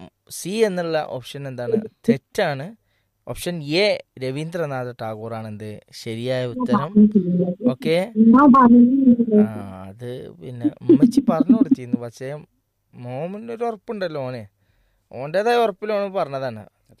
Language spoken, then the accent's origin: Malayalam; Malappuram, Kerala, India; accent: Malappuram dialect; ഞങ്ങളുടെ നാട്ടിലത്തെ മലപ്പുറം ഭാഷയിലെ ഏറ്റവും വളരെ രസകരമായ വാക്കുകൾ